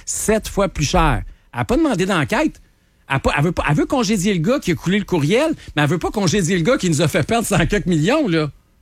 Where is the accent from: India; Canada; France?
Canada; Quebec City, Quebec; on a souvent ce problème-là quand on est de Québec, là. C'est très dur de faire campagne à Québec parce que tout nous ramène tout le temps à Montréal quand t'es en politique.